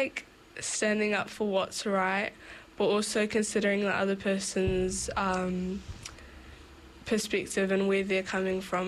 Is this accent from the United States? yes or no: no; New Zealand; As a Kiwi with background, I feel like my background's unique, especially as a Algerian Arab who comes from a very unique background. I feel as though I'm very proud of where I come from, but also as a Kiwi living in New Zealand